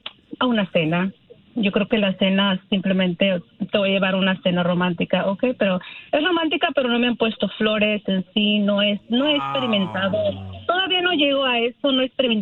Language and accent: Spanish; Jalisco, Mexico; Me gustan mucho de Jalisco, porque yo soy de Jalisco.